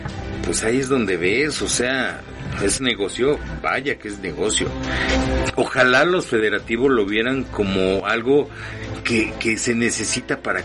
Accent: Mexico; Y bueno, pues qué le digo, como mexicano, pues sí, me gustaría que ganara México.

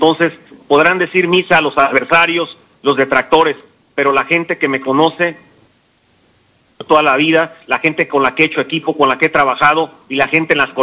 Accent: Colima, Mexico; Yo aquí nací, aquí he crecido en Colima, aquí he hecho mi vida y este es el lugar donde quiero también terminar, ¿no?

